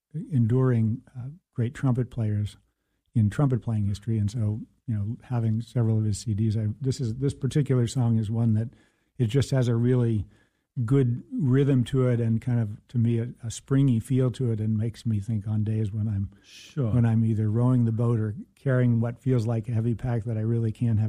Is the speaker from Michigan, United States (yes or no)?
no; Dallas, Texas, United States; growing up in Dallas